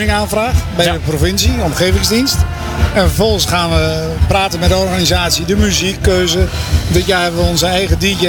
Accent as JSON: {"language": "Dutch", "country": "Netherlands"}